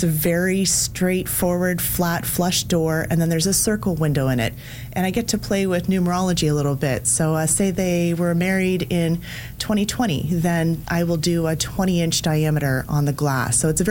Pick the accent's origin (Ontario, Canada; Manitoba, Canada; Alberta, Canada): Ontario, Canada; moved away; I came from Ontario, where it's a lot of beige and tan and taupe and black, and it's and color is almost mocked, especially in a suburban or a city setting.